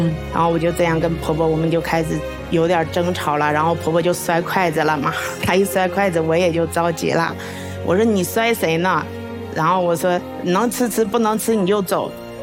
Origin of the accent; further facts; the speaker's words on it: Handan, Hebei, China; 我来自河北邯郸，今年35岁了。